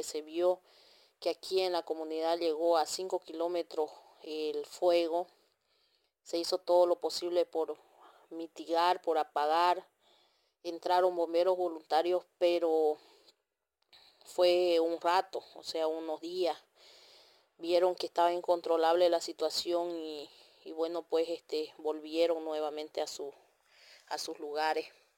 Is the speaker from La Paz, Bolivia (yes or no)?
no; San José de Chiquitos, Santa Cruz, Bolivia; soy presidenta de la Organización de Mujeres Indígenas de la Comunidad San Juan de Chiquitos, de la TCO Turboeste, municipio de San José de Chiquito, del departamento de Santa Cruz.